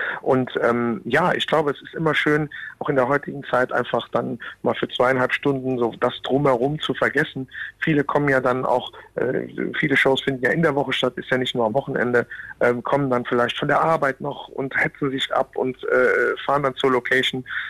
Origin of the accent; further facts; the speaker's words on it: Cologne, North Rhine-Westphalia, Germany; Und dementsprechend verleugnen wir dann natürlich nicht unsere kölsche Seele und das kölsche Gefühl.